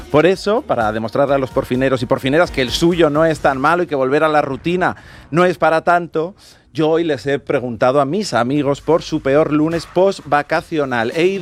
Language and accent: Spanish; Aragon, Spain; Ya sabéis que, bueno, yo soy aragonés Y ya sabemos en Aragón que lo único que hay que hacer para conseguir algo es ser un poquito más pesado